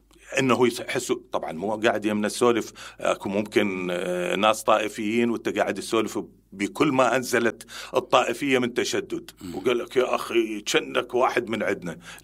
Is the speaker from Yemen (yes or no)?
no; Karbala, Karbala Governorate, Iraq; اني كربلائي